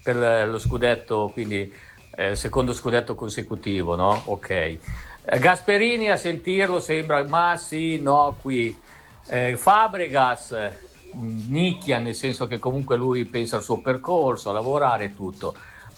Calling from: Novara, Piedmont, Italy; da Novara

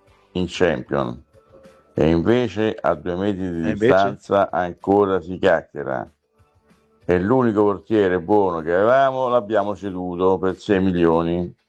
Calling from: Rome, Lazio, Italy

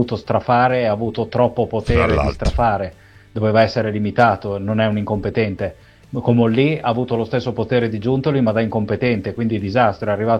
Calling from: Terni, Umbria, Italy; da Terni.

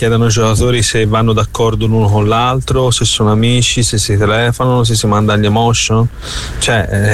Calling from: Ferrara, Emilia-Romagna, Italy

